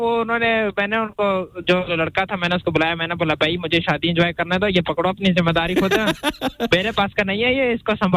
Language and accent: Hindi; Chakwal, Punjab, Pakistan; मैं पाकिस्तान में चकवाल से हूँ और चकवाल में भी आगे मेरा गांव थोड़ा दूर करके